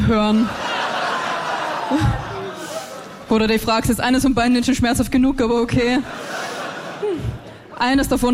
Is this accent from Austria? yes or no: yes; Austria; Ja, Leute, ich komme aus Österreich, manche Dinge stimmen.